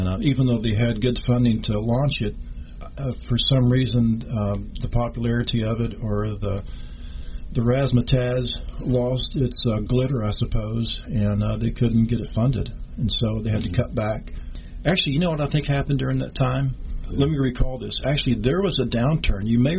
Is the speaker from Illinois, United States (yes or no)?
no; Texas, United States; also born or lived in Albuquerque, New Mexico; Born and raised in Texas and still live in Texas.